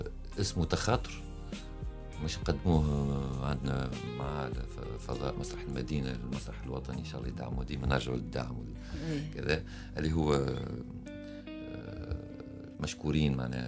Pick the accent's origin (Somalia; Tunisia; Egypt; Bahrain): Tunisia; رواحنا غدو احنا كتونسي شنو كيفاش نتصور رواحنا